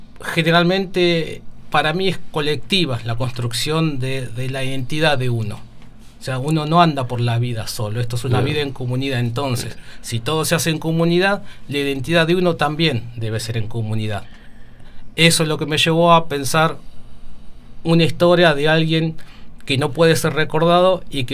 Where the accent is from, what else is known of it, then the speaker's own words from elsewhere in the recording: La Ferrere, Buenos Aires Province, Argentina; Ah, bueno … soy de La Ferrere, de La Matanza, y Me autotitulo escritor